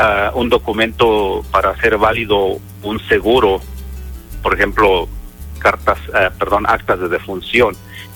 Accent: Xicotepec, Puebla, Mexico; now in Santa Ana, California, United States; soy originario del estado de Puebla, de la Sierra Norte del estado de Puebla, Jicotepec, para ser exactos, el municipio de Jicotepec.

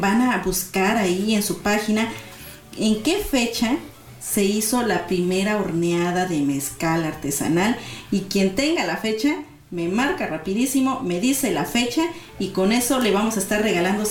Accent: Mexico

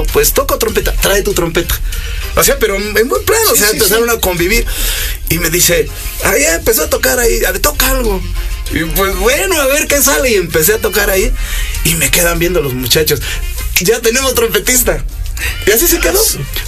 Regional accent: San Sebastián Villanueva, Puebla, Mexico; de donde yo soy, San Sebastián Villanueva, la tierra de la tuna y el nopal.

